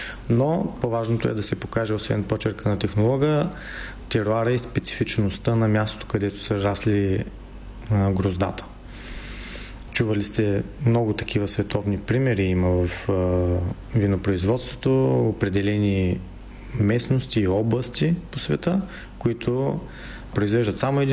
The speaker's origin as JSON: {"language": "Bulgarian", "town": "Silistra", "region": "Silistra Province", "country": "Bulgaria", "tie": "born or raised there", "also_born_or_lived": "Sofia", "said": "Аз специално съм завършил езикова гимназия в родния ми град Силистра, след това администрация и менеджмент в София"}